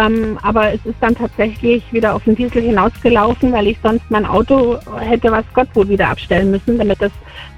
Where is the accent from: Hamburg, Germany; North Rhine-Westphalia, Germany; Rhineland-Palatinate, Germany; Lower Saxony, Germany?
Rhineland-Palatinate, Germany; now in Horgau, Germany; Ich komme aus Horgau, beziehungsweise ich lebe in Horgau, komme eigentlich aus der Rheinland-Pfalz und bin so eine kleine Zugereiste.